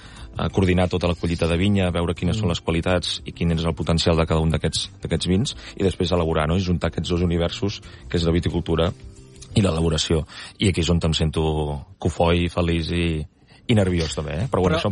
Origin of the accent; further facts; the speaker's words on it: Catalonia, Spain; nosaltres som del Penedès i no ens volem moure gaire lluny.